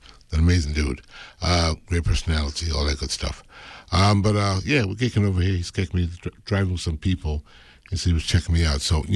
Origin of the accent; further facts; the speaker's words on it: Ghana; We grew up together in Ghana back in the day